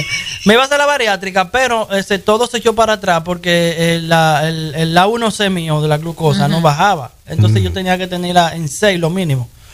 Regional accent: Dominican Republic; now in Boston, United States; yo venía de mi amada patria

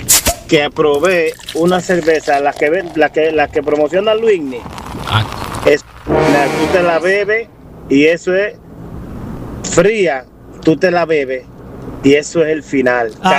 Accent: Dominican Republic; now in United States; Loco con la Presidente como dominicano al fin.

